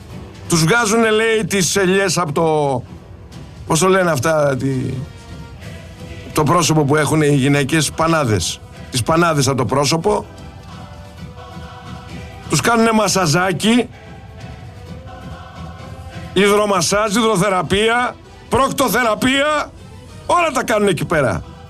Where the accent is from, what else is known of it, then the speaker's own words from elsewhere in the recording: Mystras, Peloponnese, Greece; στα μέρη μου, στο Μιστρά.